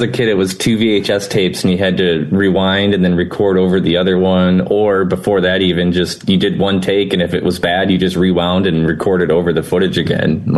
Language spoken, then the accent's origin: English; Durand, Illinois, United States; I grew up in a small town called Durand, Illinois. It's just outside of Rockford, primarily a farm town. And it's just kind of out in the middle of nowhere